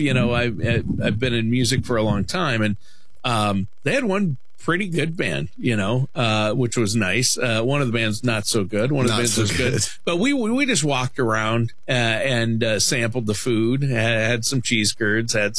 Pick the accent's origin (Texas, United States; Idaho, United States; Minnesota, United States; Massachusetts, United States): Minnesota, United States; Worthington; my hometown of Worthington, Minnesota, was the turkey capital of the self-proclaimed turkey capital of the world